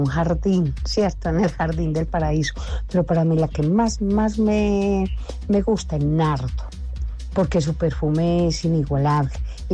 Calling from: Sonsón, Antioquia, Colombia; Les hablo desde Sonsón, sintonía como siempre

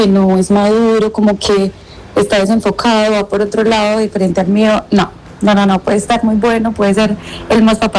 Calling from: Manizales, Caldas, Colombia; soy de Manizales.

